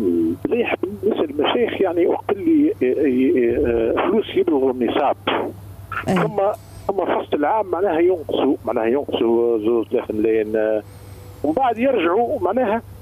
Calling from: Mahdia, Mahdia Governorate, Tunisia; عايشك معك … من المهدية.

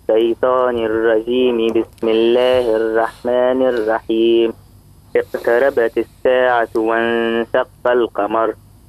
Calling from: Tunisia

